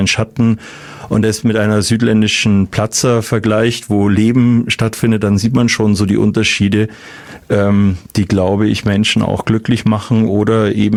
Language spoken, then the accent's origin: German; Munich, Bavaria, Germany; born there; Persönlich, ich bin in München geboren